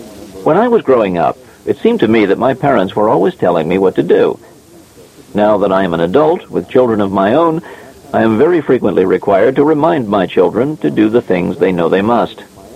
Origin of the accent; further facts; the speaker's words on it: Iowa, United States; In 1960, Dr. Kenneth Jernigan established a library for the blind in Iowa, my home state.